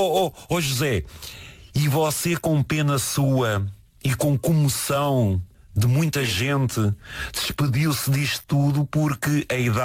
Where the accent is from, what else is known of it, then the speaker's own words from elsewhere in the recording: Portugal; é uma homenagem que eu lhe quero prestar como português, como conhecedor da beira e da realidade desta gente.